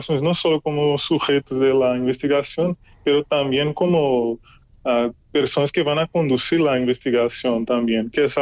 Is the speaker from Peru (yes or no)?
no; Brazil; Spanish is a second language; mayormente por investigadores que son de Latinoamérica, como yo también, que soy de Brasil